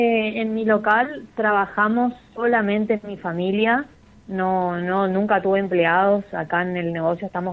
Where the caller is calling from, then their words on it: Presidencia Roque Sáenz Peña, Chaco, Argentina; soy de Presidencia Roque Sáenz Peña